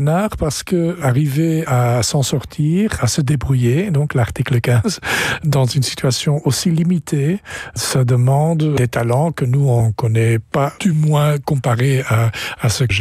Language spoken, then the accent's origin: French; Nassogne, Wallonia, Belgium; je suis de Nassogne, le flamand du village.